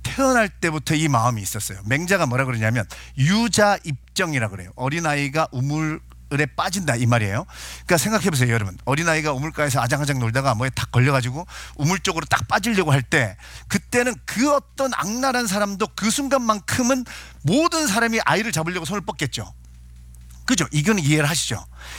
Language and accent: Korean; Sangju, North Gyeongsang, South Korea; 제 고향이 경북 상주예요. 근데 상주 축협에서 저를 이제 강사로 초빙을 한 거예요.